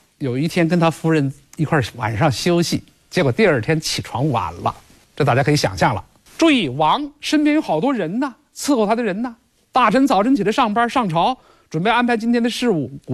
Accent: China; 我们中国人

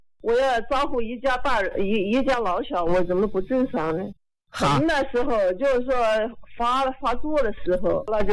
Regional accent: Yunmeng, Hubei, China; 我是云梦的。

